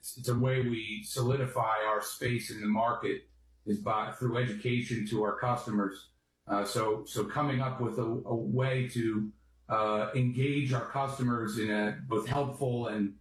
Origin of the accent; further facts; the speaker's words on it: Upper Darby, Pennsylvania, United States; My family's from outside of West Philadelphia in Upper Darby.